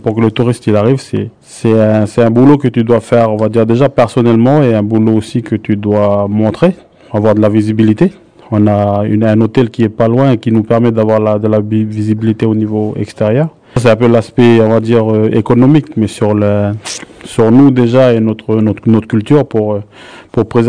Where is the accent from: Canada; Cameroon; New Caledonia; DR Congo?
New Caledonia; Lifou, Loyalty Islands Province